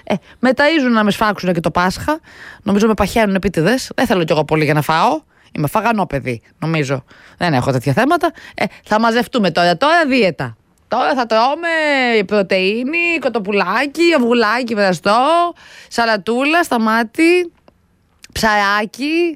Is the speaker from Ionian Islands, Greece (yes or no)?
no; Athens, Attica, Greece; Εδώ είναι ο τόπος μου, η Αθήνα, αγαπημένο μέρος